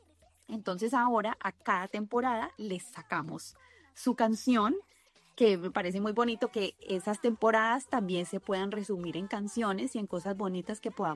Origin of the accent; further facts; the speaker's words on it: Cali, Valle del Cauca, Colombia; yo soy de Cali, esto sucedió aquí en Cali con el grupo de teatro El Telón de Cali